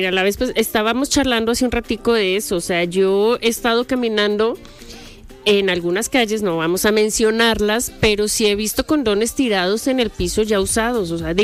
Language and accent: Spanish; Colombia; now in Guadalajara, Mexico; yo sí soy colombiana.